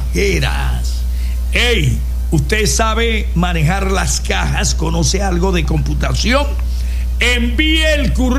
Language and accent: Spanish; Venezuela; Y somos de Venezuela